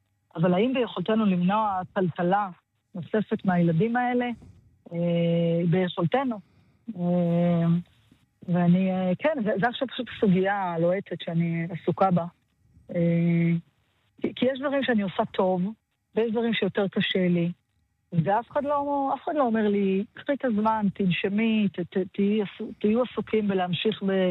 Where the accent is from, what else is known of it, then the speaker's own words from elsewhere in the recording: Southern District, Israel; moved away as an adult; הדרום והעוטף, שם נולדתי, גדלתי, כמה משפחה